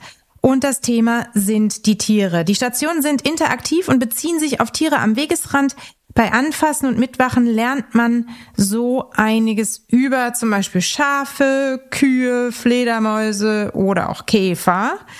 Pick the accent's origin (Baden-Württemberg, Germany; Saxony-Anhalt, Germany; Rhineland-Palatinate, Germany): Rhineland-Palatinate, Germany; Linz am Rhein; in meiner Heimatstadt in Linz am Rhein